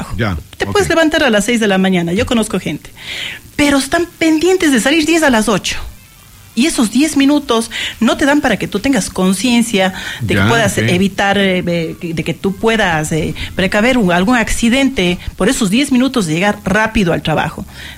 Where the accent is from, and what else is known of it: Cuenca, Azuay, Ecuador